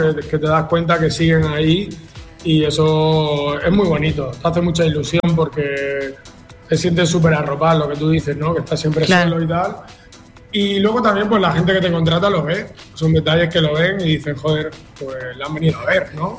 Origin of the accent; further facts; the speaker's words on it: Cáceres province, Extremadura, Spain; Es una zona que está, es un pueblo que está, la provincia se llama Cáceres, la región Extremadura.